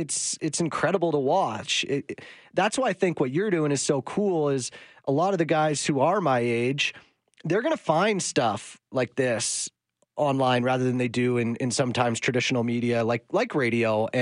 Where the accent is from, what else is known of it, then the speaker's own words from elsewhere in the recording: Calgary, Alberta, Canada; I grew up in Calgary, and obviously still in Calgary.